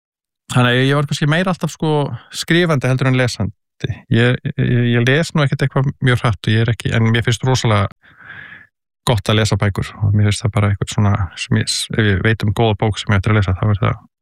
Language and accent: Icelandic; Kópavogur, Capital Region, Iceland; also born or lived in Reykjavík; Ég alinn upp í Kópavogi til 13 ára aldurs, í Hjallakverfinu og ég fæddist svona reyndar í Reykjavík